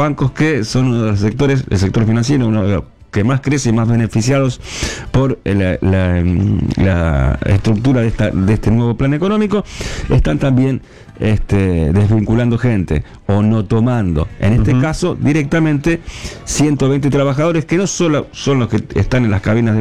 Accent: Argentina; estamos en Argentina, somos todos argentinos.

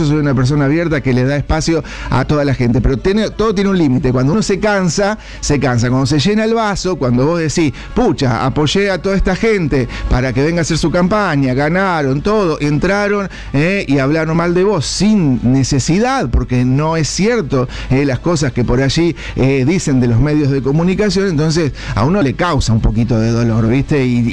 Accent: Argentina; Como cuando se juega el mundial y somos todos argentinos.

